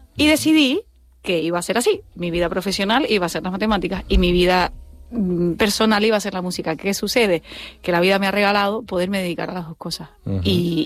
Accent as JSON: {"language": "Spanish", "region": "Canary Islands", "country": "Spain"}